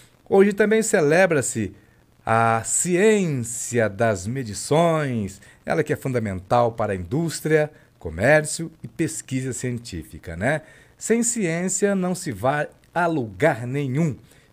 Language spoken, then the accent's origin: Portuguese; Paraná, Brazil; moved away; Eu, quando estava lá para as bandas do Paraná, né, lá na minha cidade